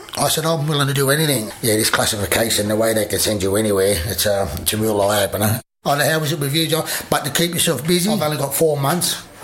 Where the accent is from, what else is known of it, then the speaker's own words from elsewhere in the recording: Sydney, New South Wales, Australia; I'm from Sydney, and I've got friends in Sydney